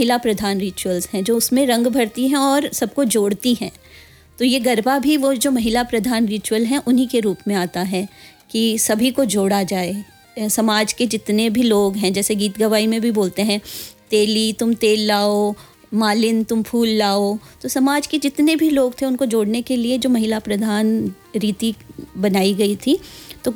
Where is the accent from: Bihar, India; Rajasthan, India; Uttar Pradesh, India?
Rajasthan, India; जी मैं राजस्थान से हूँ, तो वहाँ जोत लेने का महत्व है।